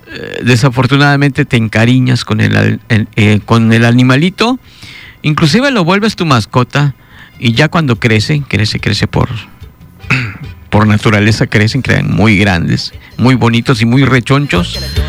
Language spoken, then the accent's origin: Spanish; Mexico; Así somos los mexicanos.